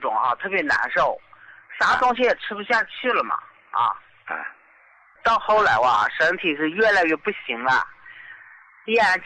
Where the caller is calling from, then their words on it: Suzhou, Jiangsu, China; 我是苏州的，我今年78了。